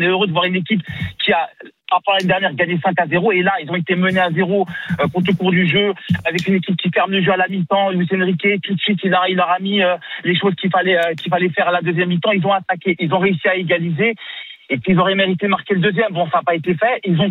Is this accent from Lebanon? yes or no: no; Algeria; Je suis algérien, donc je